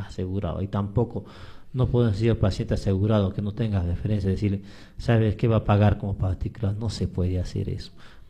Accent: Mexico; nuestros paisanos, porque también soy mexicano, ¿no?

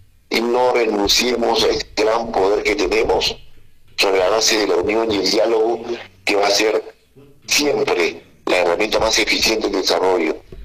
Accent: Peru; como ciudadanos y como peruanos

